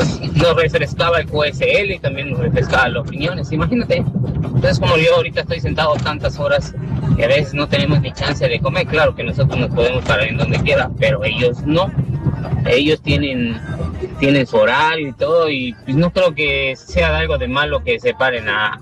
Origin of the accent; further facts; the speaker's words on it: Mérida, Yucatán, Mexico; Yo siendo yucateco te lo digo, la gente de acá en Mérida no son empáticos